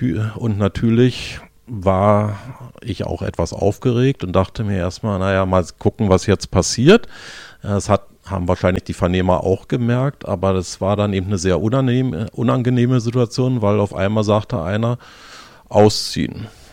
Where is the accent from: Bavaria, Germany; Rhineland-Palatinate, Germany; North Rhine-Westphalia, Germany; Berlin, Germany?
Berlin, Germany; wir als Berliner in unserer Stadt, Anhänger des Berliner Fußballclubs Dynamo